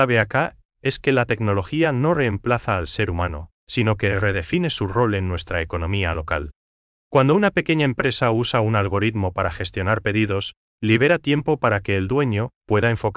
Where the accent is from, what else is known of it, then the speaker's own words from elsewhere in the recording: Paraguay; esa chispa que nos identifica como paraguayos